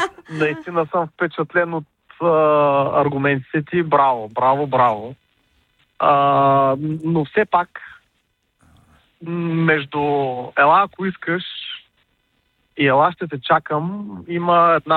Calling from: Varna, Varna Province, Bulgaria; съм от Варна.

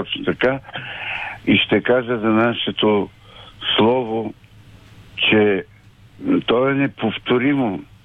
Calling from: Teteven, Lovech Province, Bulgaria; от Тетрен.

